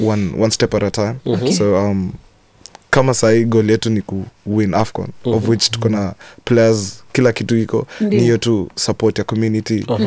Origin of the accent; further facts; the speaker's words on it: Kenya; tukiulizo wewe ni wewe umetoka wapi unasema Kenya